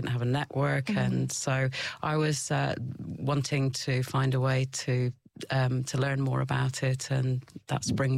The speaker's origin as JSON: {"language": "English", "country": "United Kingdom", "also_born_or_lived": "Auckland, New Zealand / Sydney, Australia / Melbourne, Australia", "moved": "as an adult", "lives_now": "Christchurch, New Zealand", "said": "So I'm from the UK, which you can probably hear from my accent, got three children with my husband Richard, who I met at university. We decided in our early 30s that we would move over to New Zealand"}